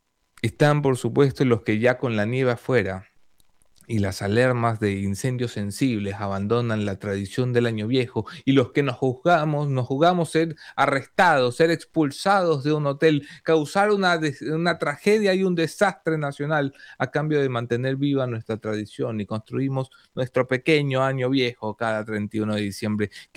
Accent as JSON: {"language": "Spanish", "country": "Ecuador", "said": "Y los que hablamos con el acento marcado, golpeado, como si fuéramos Sofía Vergara, pero sin gracia, sin ninguna gracia. Hay dos tipos de ecuatorianos, supongo."}